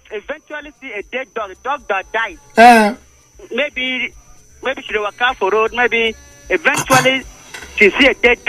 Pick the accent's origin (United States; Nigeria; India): Nigeria; Benue; I'm from Benue State TV by Tribe.